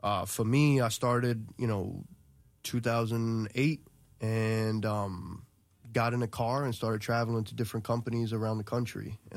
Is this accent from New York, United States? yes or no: yes; New York, United States; we're from New York. We got a different slang, right?